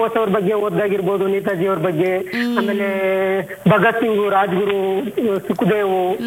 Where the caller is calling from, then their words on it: Sigekote, Karnataka, India; ಸೀಗೆಕೋಟೆ ನಮ್ಮ ಊರ ಹೆಸರು. ನಾವು ಕನಕಪುರ ತಾಲೂಕು, ಬೆಂಗಳೂರು ದಕ್ಷಿಣ ಜಿಲ್ಲೆ.